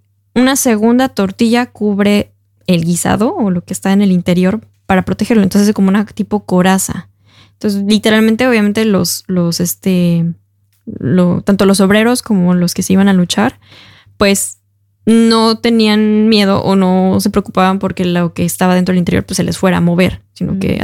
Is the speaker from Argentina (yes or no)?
no; Mexico; Y bueno, nosotros como mexicanos decimos cuando armamos fiestas de tacos, taquiza